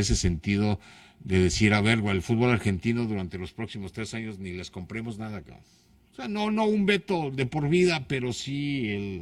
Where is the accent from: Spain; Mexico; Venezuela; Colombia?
Mexico; más como mexicanos